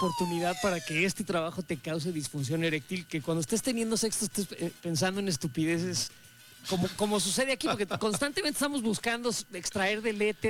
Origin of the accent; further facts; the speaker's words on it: Mexico; jodones somos los mexicanos